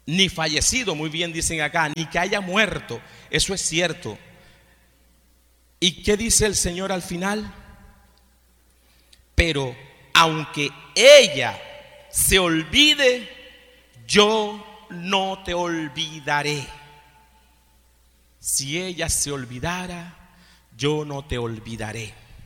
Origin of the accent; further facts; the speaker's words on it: Villanueva, Bolívar, Colombia; moved away; Yo soy de un pueblo que se llama Villanueva.